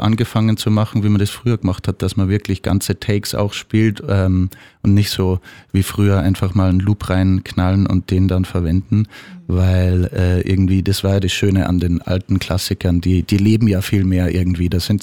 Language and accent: German; Salzburg, Austria; now in Vienna, Austria; Ja, wir sind ja eigentlich alle Salzburger und kennen uns schon ewig eigentlich aus der Schule sogar. Und dann sind alle mal ein bisschen ausgewandert und haben sich dann in Wien wiedergefunden.